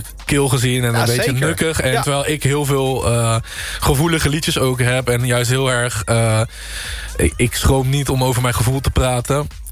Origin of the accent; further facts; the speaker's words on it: North Brabant, Netherlands; ik kom uit Brabant.